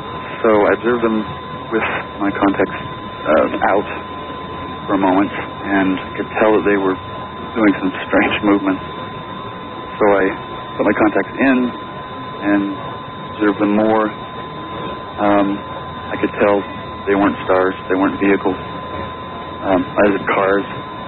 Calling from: Utah, United States; I am in eastern Utah.

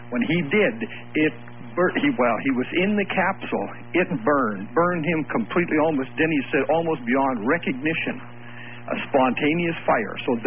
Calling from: Spokane, Washington, United States; this is calling from Spokane, Washington.

